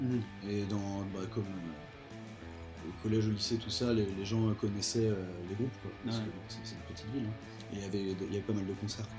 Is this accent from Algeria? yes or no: no; Fougères, Brittany, France; Moi je viens de Bretagne, donc d'une petite ville à côté de Rennes qui s'appelle Fougères.